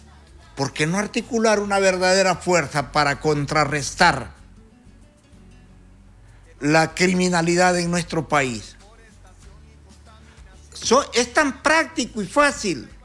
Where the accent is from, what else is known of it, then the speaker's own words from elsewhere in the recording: Honduras; a nosotros como hondureños también.